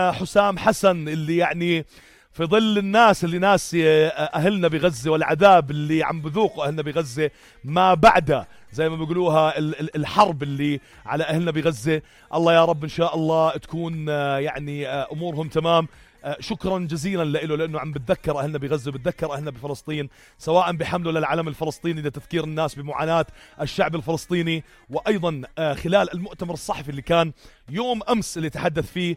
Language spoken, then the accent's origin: Arabic; Jordan; إذا فازت مصر إحنا كأردنيين صراحة راح ننجن